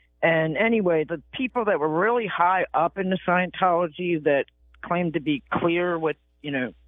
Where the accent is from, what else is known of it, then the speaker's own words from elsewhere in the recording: Baltimore, Maryland, United States; born there; also born or lived in Northern Virginia; I was born in Baltimore, so I've been on just about all the forts in Northern Virginia with the newspapers.